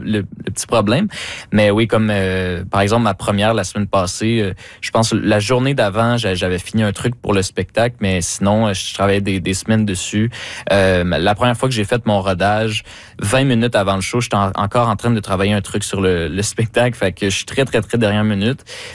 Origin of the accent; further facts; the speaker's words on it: Saint-Jérôme, Quebec, Canada; Puis là, en plus, moi, je viens de Saint-Jérôme, puis eux aussi.